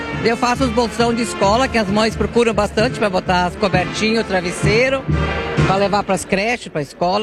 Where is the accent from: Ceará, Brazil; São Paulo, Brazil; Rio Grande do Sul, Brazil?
Rio Grande do Sul, Brazil; Picada Café; Bom dia, meu nome é … sou aqui da Picada Café.